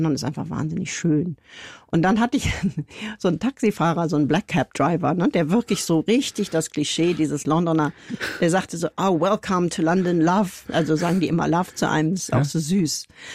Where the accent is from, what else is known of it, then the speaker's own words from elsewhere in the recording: Cologne, North Rhine-Westphalia, Germany; sondern ich war halt als Kölnerin beim WDR